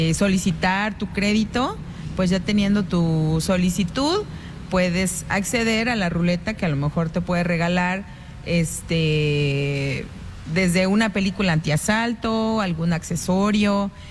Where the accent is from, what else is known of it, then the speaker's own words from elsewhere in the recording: Mexico; somos orgullosamente mexicanos aquí.